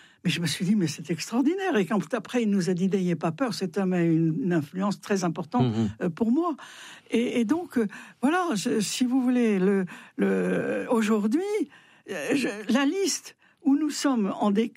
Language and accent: French; France; moi j'aime la France, j'aime profondément la France, je suis une Française